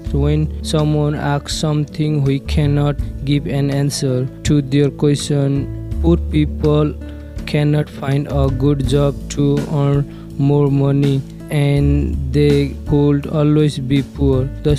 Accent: Nepal; now in Pittsburgh, United States; I'm from Nepal. I go to Brasher High School.

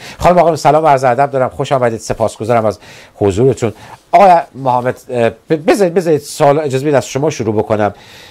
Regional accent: Iran; من ایرانی هستم

